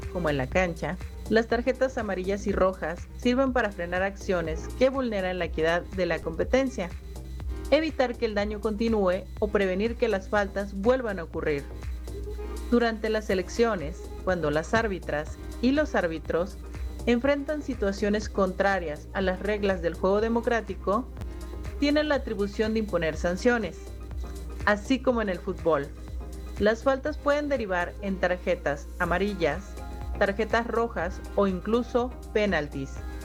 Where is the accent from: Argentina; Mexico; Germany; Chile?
Mexico; Querétaro